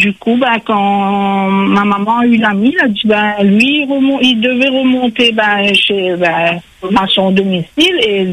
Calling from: Réunion

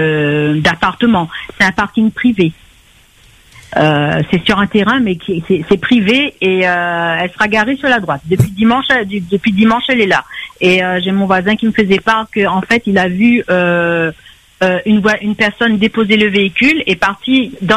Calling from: Sainte-Marie, Réunion; Oui, j'appelle de Sainte-Marie, précisément sur Piton-Caillou.

